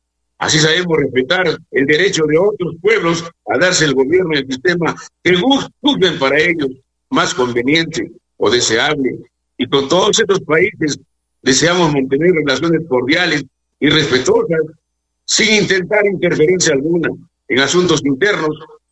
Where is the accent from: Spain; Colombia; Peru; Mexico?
Peru; que da vergüenza hasta decir que somos peruanos, señores.